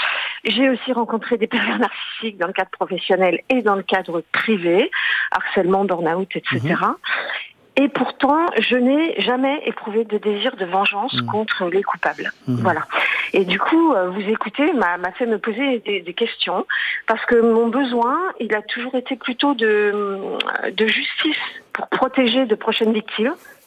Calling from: Rueil-Malmaison, Île-de-France, France; De Rueil-Malmaison.

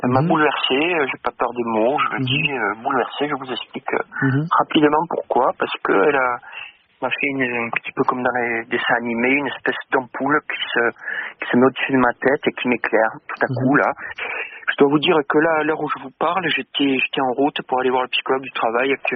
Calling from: Bordeaux, Nouvelle-Aquitaine, France; Alors moi j'appelle de Bordeaux.

